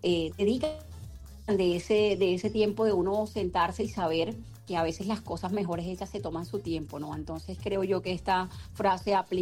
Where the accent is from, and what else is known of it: Caribbean Region, Colombia